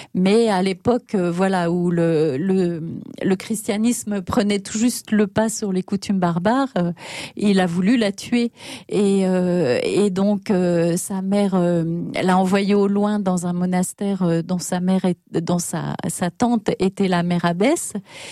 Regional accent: Grand Est, France; non, je ne suis pas alsacienne, je suis lorraine, ce qui est très différent.

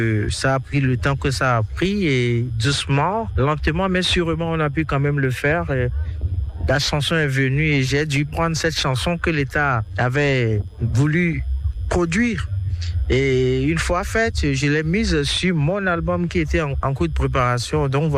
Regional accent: Benin; now in Côte d'Ivoire; Je suis à mon 8e album. Je réside en Côte d'Ivoire. Je suis béninoise, d'origine ivoirienne par alliance.

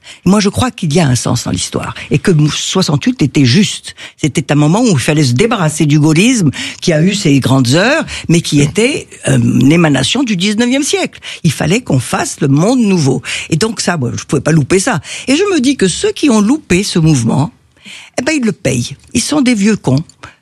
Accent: Rabat, Rabat-Salé-Kénitra, Morocco; Il était ingénieur agronome, et c'est pour ça que je suis née au Maroc.

